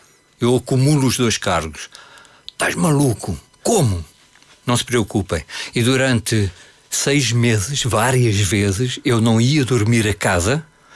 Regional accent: Portugal; accent: Brazilian; also born or lived in Brazil; Vim com sotaque. Claro. Eu tive aulas de dicção para ajudar a perder o sotaque brasileiro, porque eu era uma apátrida. Eu não me sentia em casa, porque era o Brazuca. Não, eu sou português, caralho.

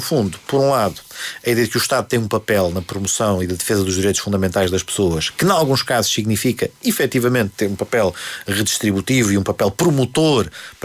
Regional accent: Lisbon, Portugal; born there; gosto muito das coisas da cidade de Lisboa onde nasci

